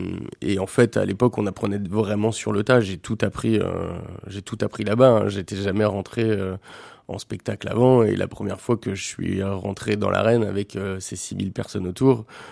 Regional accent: Pays de la Loire, France; moved away as an adult; now in Vendée, France; Je suis nantais d'origine, plus particulièrement en fait au sud de Nantes. J'ai passé mon enfance à Geneton, une petite ville qui est au bord de la Vendée.

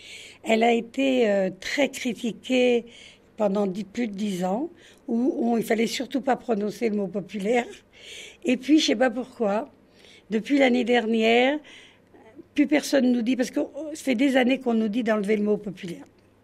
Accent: Paris, Île-de-France, France; now in Île Dorée, France; comme moi je suis parisienne, quand on arrive, c'est vrai que c'est un peu compliqué.

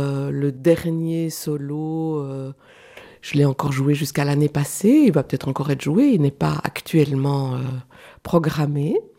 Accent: Switzerland; moved away as an adult; now in Belgium; Je suis suissesse d'origine.

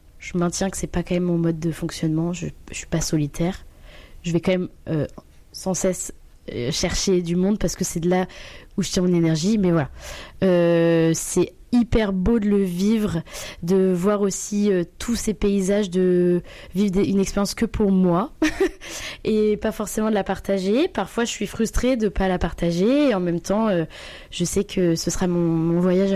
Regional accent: northern France, France; surtout que je viens encore une fois du Nord

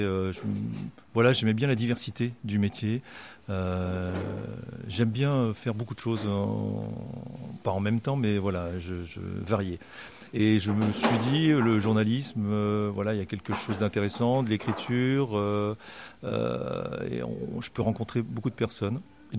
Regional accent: Rennes, Brittany, France; moi, je suis né ici. Et puis, j'y ai passé toute mon enfance et mon adolescence. J'ai fait toutes mes études à la fac, à Rennes 2, en histoire.

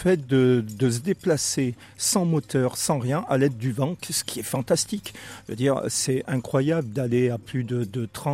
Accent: Saint-Étienne, Auvergne-Rhône-Alpes, France; now in La Franqui, France; Moi, je viens de Saint-Étienne

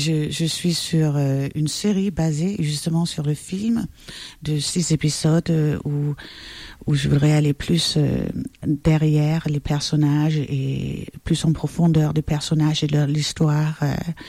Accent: Denmark; à 9 ans, on a déménagé d'un coin du Danemark à un autre coin du Danemark, et on se moquait tellement de moi à l'école à cause de mon accent

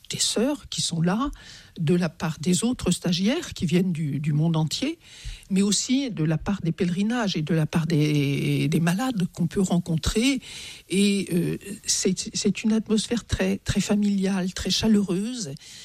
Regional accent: Pays de la Loire, France; je viens de la région de Nantes

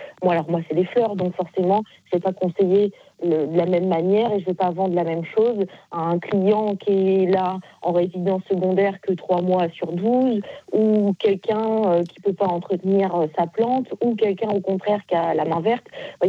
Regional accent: Bois-le-Roi, Normandy, France; Alors, moi, je suis de Bois-le-Roi, donc nous sommes 1300 habitants.

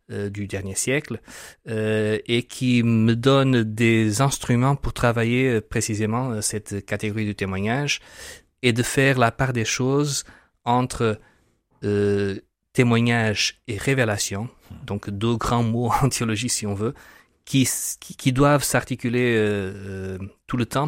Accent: Portugal; French is a second language; also born or lived in Kenya; Donc je suis portugais, le nom le dénonce.

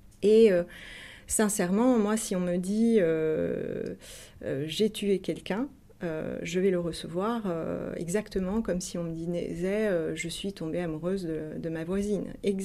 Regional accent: Aix-en-Provence, Provence-Alpes-Côte d'Azur, France; also born or lived in Canada; je ne suis pas restée au Canada, je suis retournée là où j'ai grandi dans ma petite enfance, c'est-à-dire autour d'Aix-en-Provence.

